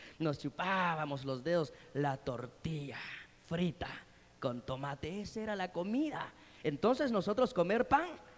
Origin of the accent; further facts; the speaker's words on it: Guatemala; born there; moved away; Y ahí crecí yo. Y los que ya conocen mi casa saben que mis papás viven en una casita de adobe allá en el pueblo.